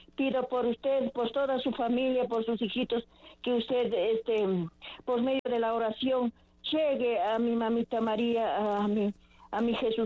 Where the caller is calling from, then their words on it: Riobamba, Chimborazo, Ecuador; estoy llamando desde Riobamba